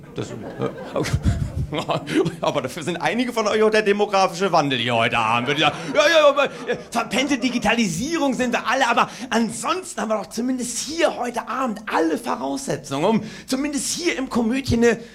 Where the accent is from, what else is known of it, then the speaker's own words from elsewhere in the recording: Berlin, Germany; das ist für mich als Berliner wirklich in diesem Jahr keine Selbstverständlichkeit.